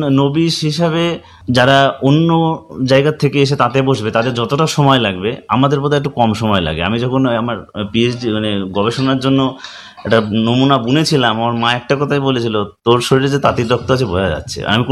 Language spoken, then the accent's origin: Bangla; Phulia, West Bengal, India; আমার বাড়ি হচ্ছে নদিয়া জেলার শান্তিপুর থানার অন্তর্গত ফুলিয়া গ্রামে।